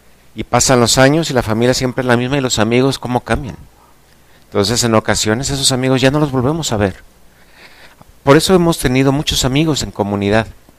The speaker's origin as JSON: {"language": "Spanish", "country": "Mexico", "said": "nosotros que somos mexicanos, la gran mayoría"}